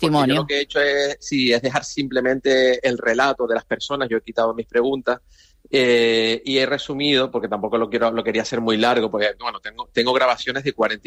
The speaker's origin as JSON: {"language": "Spanish", "town": "Güímar", "region": "Canary Islands", "country": "Spain"}